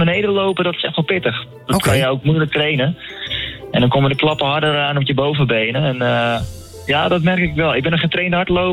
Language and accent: Dutch; Netherlands; wij als Nederlanders